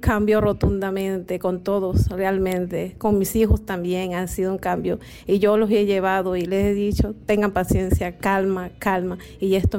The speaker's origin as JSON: {"language": "Spanish", "town": "Alanje", "region": "Chiriquí", "country": "Panama"}